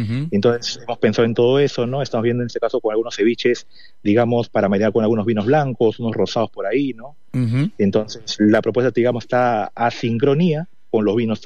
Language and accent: Spanish; Peru; he trabajado muchos años en hotelería en mi país